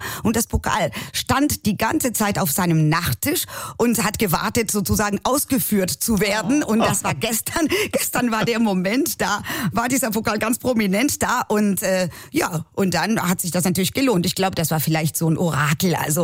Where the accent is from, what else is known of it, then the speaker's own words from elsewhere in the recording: Spain; now in Baden-Württemberg, Germany; vor allem als Spanierin.